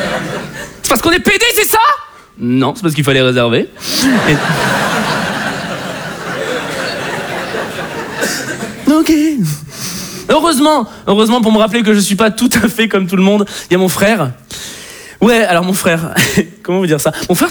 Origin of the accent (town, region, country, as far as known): France